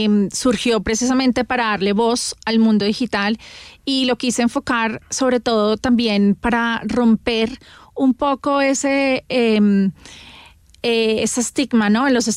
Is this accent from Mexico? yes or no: no; Colombia; moved away; devolverle a la tierrita, a mi tierrita